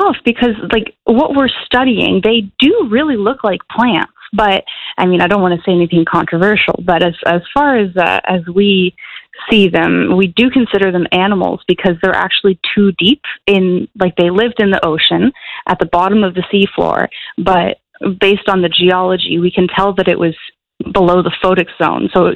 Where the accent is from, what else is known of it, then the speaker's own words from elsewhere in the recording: Ontario, Canada; moved away; I'm originally from Ontario, but I really wanted to study this type of paleontology.